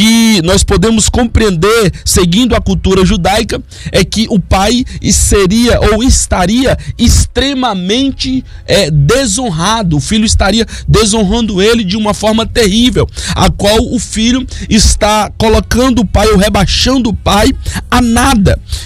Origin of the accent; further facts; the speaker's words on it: Brazil; nós aqui como brasileiros